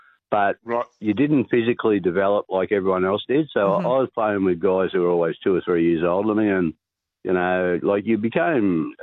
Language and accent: English; Seymour, Victoria, Australia; I came from Seymour, and you're playing footy and whatever, and Dad held me back in the footy